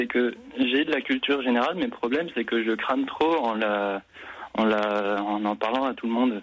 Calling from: Colmar, Grand Est, France; j'habite en Colmar.

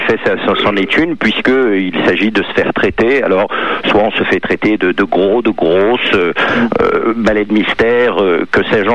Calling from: Issy-les-Moulineaux, Île-de-France, France; J'appelle d'ici les Moulineaux

